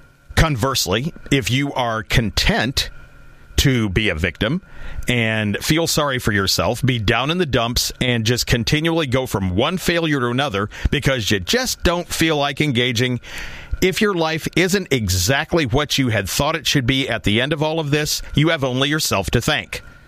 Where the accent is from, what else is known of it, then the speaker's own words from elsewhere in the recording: United States; as a Gen Xer and as an American